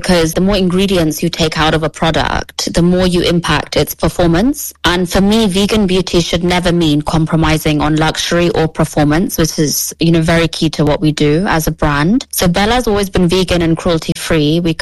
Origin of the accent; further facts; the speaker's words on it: London, United Kingdom; moved away as an adult; now in Dubai, United Arab Emirates; And London is my home country. You know, it was home to me for many years